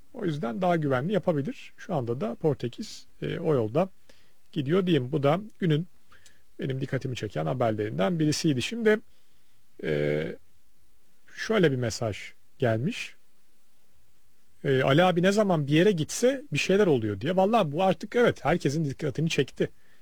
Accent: Bursa, Turkey; Bir Bursalı olarak bu sene çok iyi şeftali yemedim.

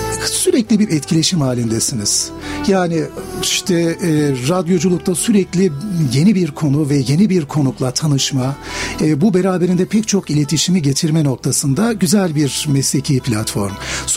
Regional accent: Malatya, Turkey; moved away as an adult; also born or lived in Ankara; Ben ilk ve orta öğrenimim Malatya'da, memleketim olan Malatya'da tamamladım. Sonrasında Ankara'da Gazi Üniversitesi'nde İktisadi İdare Bilimler Fakültesini bitirdim.

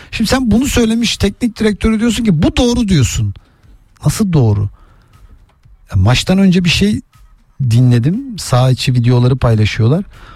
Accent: Kavak, Samsun, Turkey; Benim Kavak'ta bir şey var. Orada oturuyorum. Doğma büyüme oralıyım.

